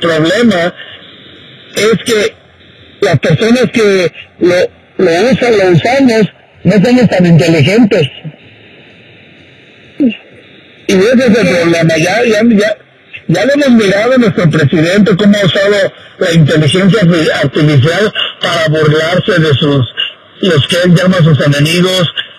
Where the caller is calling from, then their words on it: Stockton, California, United States; Aquí de Stockton, California.